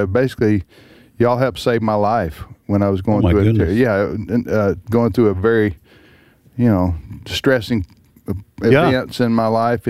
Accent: Mississippi, United States; And I'm from Mississippi. Okay? So I know what driving in the country is like.

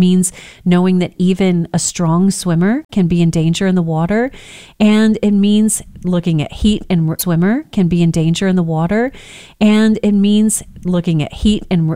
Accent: Texas, United States; I grew up on the Texas Gulf Coast. I love all things water sport, the beach, everything.

